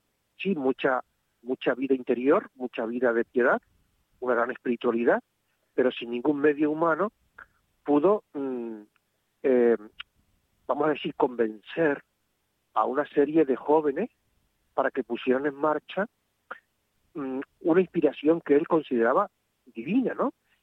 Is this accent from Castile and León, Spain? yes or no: no; Santa Cruz de Tenerife, Canary Islands, Spain; Yo soy de aquí de Santa Cruz, de Tenerife, uh-huh. Y estudiaba primero de BUP, tenía 14 años